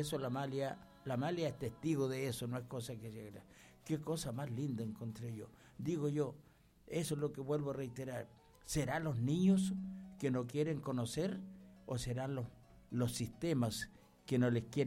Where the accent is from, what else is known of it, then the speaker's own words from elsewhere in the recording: Chile; yo soy parte de Chile y esta es la identidad de nuestro país que se llama Chile.